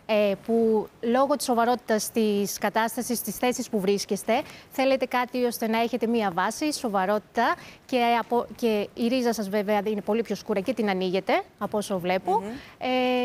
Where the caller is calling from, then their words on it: Koutsopodi, Peloponnese, Greece; Και είμαι από χωριό η καταγωγή μου